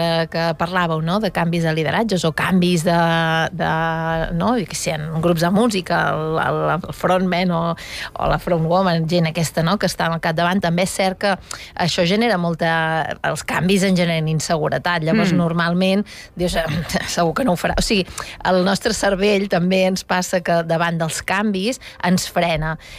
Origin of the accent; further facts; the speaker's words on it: Girona, Catalonia, Spain; a més soc de Girona